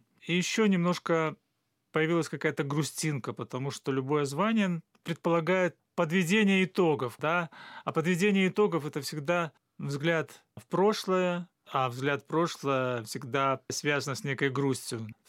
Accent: Stowbtsy District, Minsk Region, Belarus; Я родился в Столбцовском районе, это Западная Беларусь.

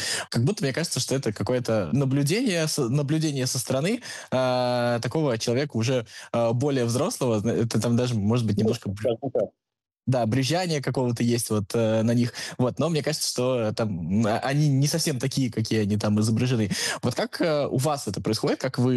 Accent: Tolyatti, Samara Oblast, Russia; born there

